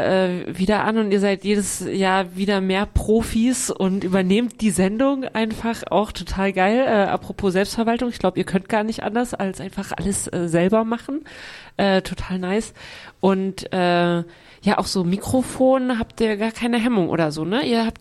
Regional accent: Leipzig, Saxony, Germany; Ich komme aus Leipzig

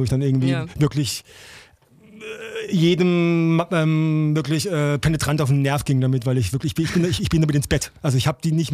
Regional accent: Baden-Baden, Baden-Württemberg, Germany; Also ich meine, ich bin ja auch aufgewachsen im Südbadischen, ne? Also eher dann im Baden-Baden, ne?

